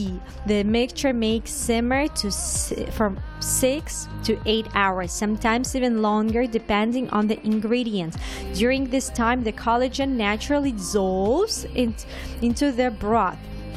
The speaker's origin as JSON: {"language": "English", "country": "Ukraine", "first_language": "Ukrainian", "second_language": "English", "moved": "yes", "said": "English is not my first language, but I'm trying my the best. So yeah, my first language is Ukrainian"}